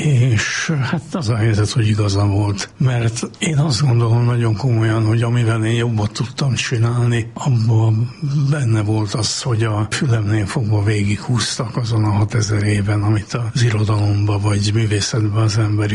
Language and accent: Hungarian; Budapest, Hungary; én abszolút hetedik kerületi gyerek vagyok. Én 37 éves koromig abban a lakásban laktam, ahol a gettóba születtem.